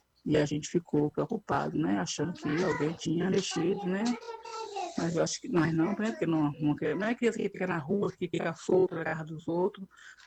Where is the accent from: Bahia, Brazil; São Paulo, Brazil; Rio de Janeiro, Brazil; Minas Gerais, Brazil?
Bahia, Brazil; São Félix; Eu sou uma moradora aqui, eu sou de São Félix, sabe?